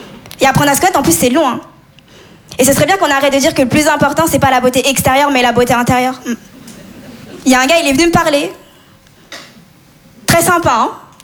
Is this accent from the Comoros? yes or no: yes; Comoros; Je suis comorienne, mauraise malgache. C'est des îles dans l'océan Indien.